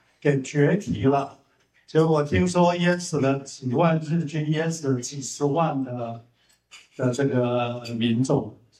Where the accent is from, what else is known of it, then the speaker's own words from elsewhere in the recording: Taiwan; 台积电其实我们半导体跟我们台湾人有关系的只有5%